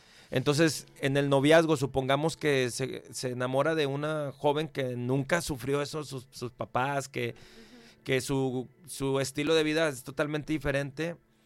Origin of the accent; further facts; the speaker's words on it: Mexico; Pero yo creo que aquí nosotros como mexicanos y en nuestra cultura de acá de América... realmente tenemos esa bendición de la etapa del noviazgo.